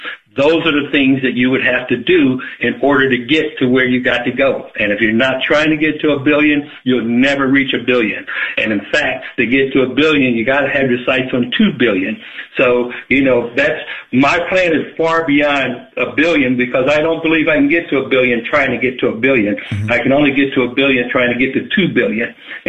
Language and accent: English; Middletown, Ohio, United States; I'm from Middletown, Ohio. So in Middletown, the only thing here is Armco or AK Steel.